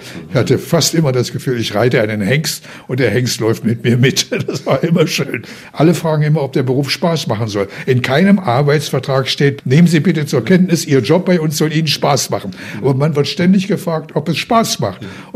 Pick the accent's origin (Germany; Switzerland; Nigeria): Germany; Harz; Ich bin im Harz aufgewachsen